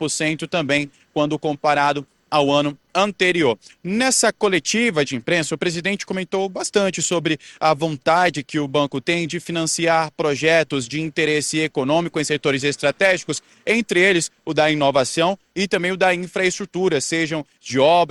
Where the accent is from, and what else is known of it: Roraima, Brazil